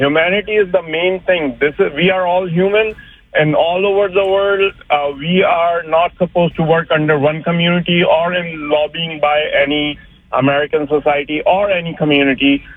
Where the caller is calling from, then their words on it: Canada; as a Canadian, I love myself being a Canadian